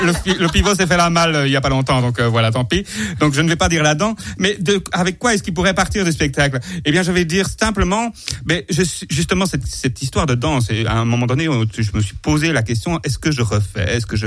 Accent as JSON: {"language": "French", "town": "Champagnole", "region": "Bourgogne-Franche-Comté", "country": "France", "said": "Moi, je suis de Champagnole. Là, pour l'instant, j'habite à Champagnole, une petite ville de 8000 habitants."}